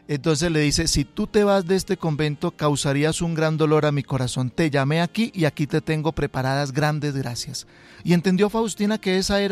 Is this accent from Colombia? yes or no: yes; Cúcuta, Norte de Santander, Colombia; Cúcuta, mi tierra natal